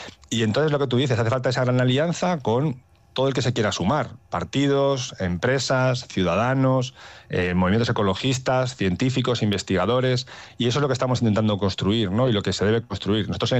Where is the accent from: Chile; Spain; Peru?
Spain; Castile and León; born or raised there